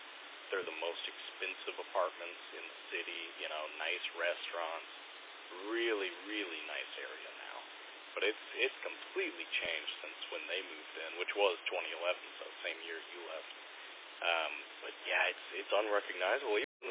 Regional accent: Tennessee, United States; moved away as an adult; also born or lived in Chattanooga; So I was from Middle Tennessee originally.

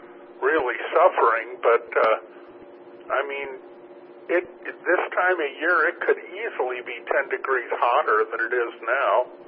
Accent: Michigan, United States; now in Austin, United States; my hometown in Michigan says it's 91

